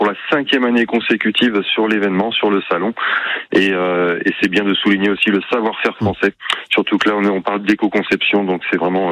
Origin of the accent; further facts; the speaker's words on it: Brittany, France; Je suis breton moi